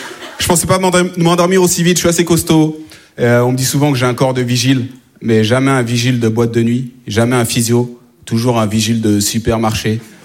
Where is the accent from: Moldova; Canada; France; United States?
France; born there